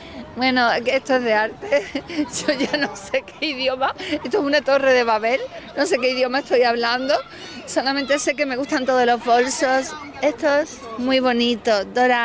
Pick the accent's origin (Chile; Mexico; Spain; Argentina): Spain; Andalusia; accent: Andalusian; Pero claro, aquí en el sur hablamos con acento andaluz.